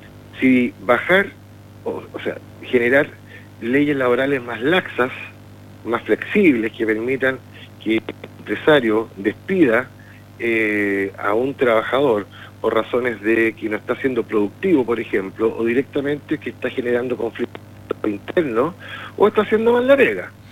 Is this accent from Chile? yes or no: yes; Chile